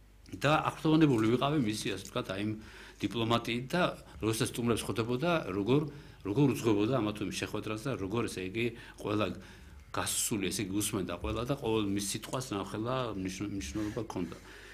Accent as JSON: {"language": "Georgian", "region": "Tbilisi", "country": "Georgia", "tie": "born or raised there", "said": "მე დავიბადე და გავიზარდე მეიდანში, მეიდნელი ვარ მე და უბრალოდ იმ ძველ თბილისში, სადაც იმ 100 მეტრის რადიუსში სადაც მე ცხოვრობდი"}